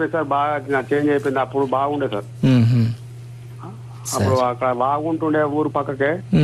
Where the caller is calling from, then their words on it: Chirlavancha, Telangana, India; మాది రాజన్న, సిరిసిల్ల జిల్లా వేములవాడ మండలం చీర్లవంచ గ్రామం నుండి.